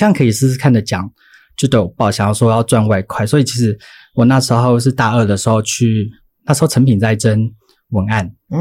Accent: Taichung, Taiwan; moved away as an adult; 因为我又在台北读书，因为我台中人。

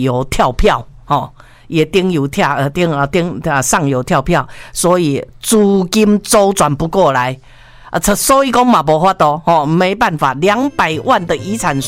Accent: Taiwan

